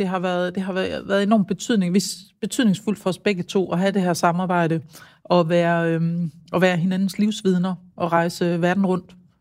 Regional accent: Aarhus, Central Denmark Region, Denmark; born there; derhjemme i Højbjerg, hvor vi har boet

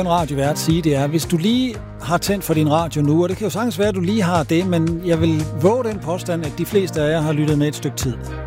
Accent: Jutland, Denmark; Nu er vi jo jyder begge

